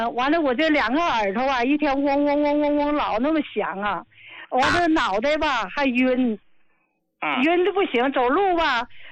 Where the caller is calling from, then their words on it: Qinhuangdao, Hebei, China; 我是秦皇岛的。